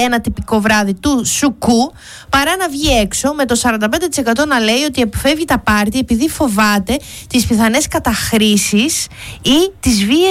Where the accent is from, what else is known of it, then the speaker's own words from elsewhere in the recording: Greece; γενικότερα όλοι σαν Έλληνες, uh-huh, δεν παρτάρουμε όπως παλιά